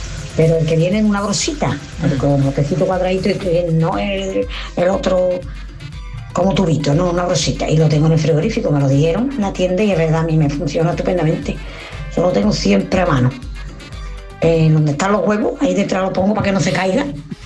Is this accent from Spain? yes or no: yes; Utrera, Andalusia, Spain; de Utrera, me encantáis.